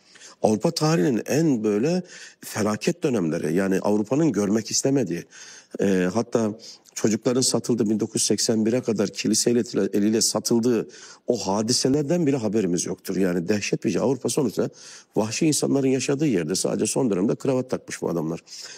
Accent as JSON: {"language": "Turkish", "town": "Çarşamba", "region": "Samsun", "country": "Turkey", "said": "Çarşambalıyım."}